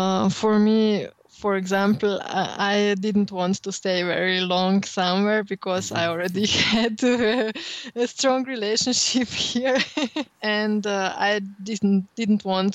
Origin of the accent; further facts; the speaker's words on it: Maribor, Drava, Slovenia; born there; English is a second language; Well, first, because I was born in Maribor, I attended high school there and I took lessons from piano, theoretical class and viola.